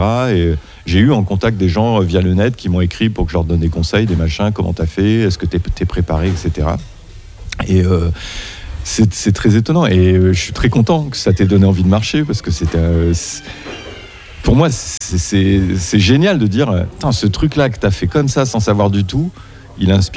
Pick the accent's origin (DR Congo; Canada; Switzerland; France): France; Je suis un Français occidental, blanc.